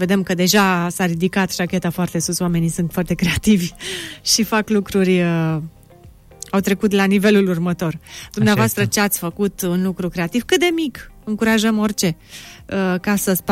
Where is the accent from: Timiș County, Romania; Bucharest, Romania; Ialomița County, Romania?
Ialomița County, Romania; Motivul este Ialomița, pentru că provin din Ialomița și am găsit modelul acolo aproape de Slobozia.